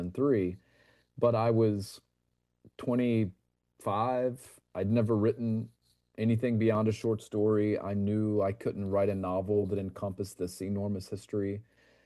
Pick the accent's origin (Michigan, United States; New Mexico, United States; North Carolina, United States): North Carolina, United States; Gastonia; moved away; I grew up in Gastonia, North Carolina, where the novel's set. I was the first generation in my family not to be born in a mill village.